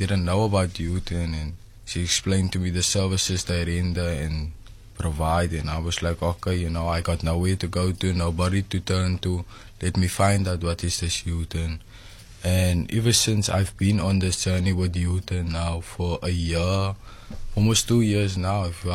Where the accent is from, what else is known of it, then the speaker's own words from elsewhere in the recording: Cape Town, Western Cape, South Africa; born there; I was born in District 6. I was born in District 6.